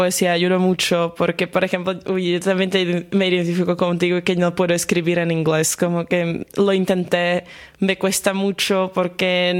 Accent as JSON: {"language": "Spanish", "country": "Slovakia", "accent": "Slovak", "first_language": "Slovak", "second_language": "Spanish", "said": "porque en eslovaco, por ejemplo, ya por eso tengo el acento bastante marcado, porque nosotros ponemos el acento siempre en la primera sílaba de la palabra."}